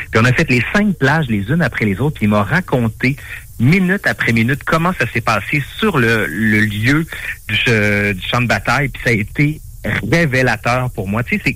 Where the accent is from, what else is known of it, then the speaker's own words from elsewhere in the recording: Quebec City, Quebec, Canada; moi je viens de la ville de Québec, plus spécifiquement de Sainte-Foy, j'ai fait mes études là-bas, mais la moitié de ma famille était française.